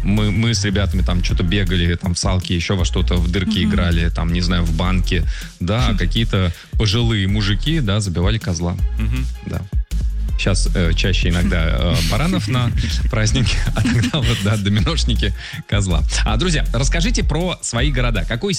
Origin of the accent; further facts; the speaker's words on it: Moscow, Russia; Но для меня, я вырос в Измайлово, родился и вырос в Измайлово. Вот, и для меня, наверное, символ — это вот двор, в котором я вырос